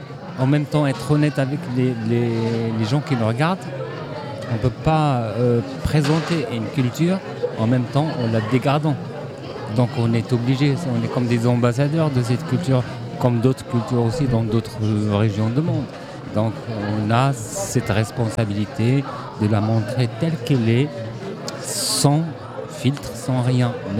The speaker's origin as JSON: {"language": "French", "country": "Morocco", "said": "en tant que Marocain, on va dire qu'on est ouvert à toutes les cultures."}